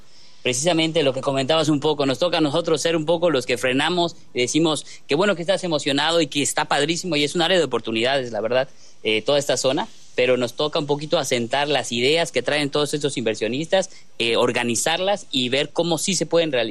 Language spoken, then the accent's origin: Spanish; Mérida, Yucatán, Mexico; born there; now in Riviera Maya, Mexico; nací en Mérida, posteriormente vine acá a la Riviera Maya